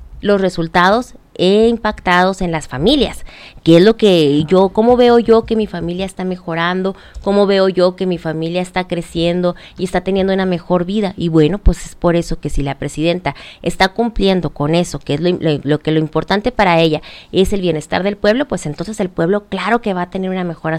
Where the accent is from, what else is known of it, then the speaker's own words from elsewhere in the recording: Mexico; Son tiempos en los que tenemos que sacar la casta como mexicanas y como mexicanos